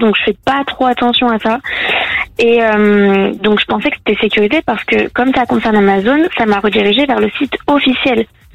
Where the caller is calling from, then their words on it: Toulouse, Occitanie, France; Je viens de Toulouse